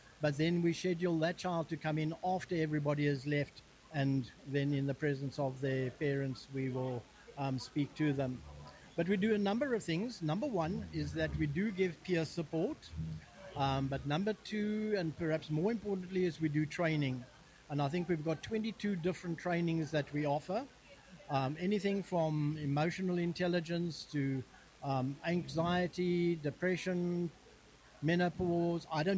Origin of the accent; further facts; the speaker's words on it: Stalybridge, North West England, United Kingdom; Hi there, I'm from Stalybridge, and we work from St George's Church on a Tuesday